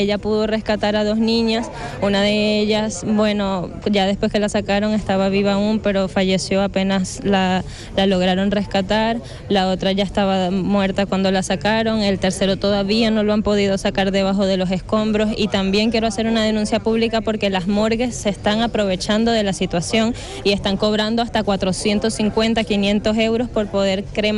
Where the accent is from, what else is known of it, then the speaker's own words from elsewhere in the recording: La Guaira, Venezuela; moved away; yo soy de La Guaira.